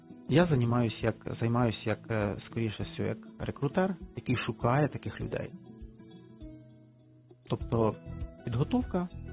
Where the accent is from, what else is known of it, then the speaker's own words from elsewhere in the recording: Bila Tserkva, Kyiv Oblast, Ukraine; Я з Білої церкви.